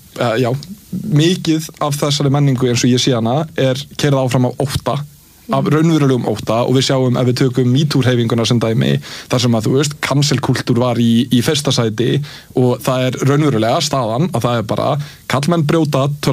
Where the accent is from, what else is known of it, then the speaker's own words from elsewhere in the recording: Reykjavík, Capital Region, Iceland; ég er alinn upp í Efra Breiðholti og ég hef séð heimana tvenna